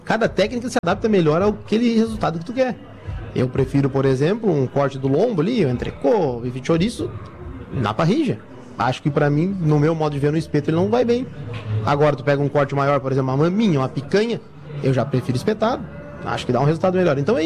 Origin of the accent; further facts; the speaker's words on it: Osório, Rio Grande do Sul, Brazil; Sou de Osório.